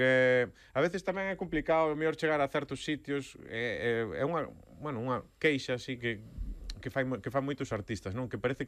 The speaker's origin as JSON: {"language": "Galician", "region": "Galicia", "country": "Spain", "said": "pero vendes do, da miña terra, do Valde Barcala."}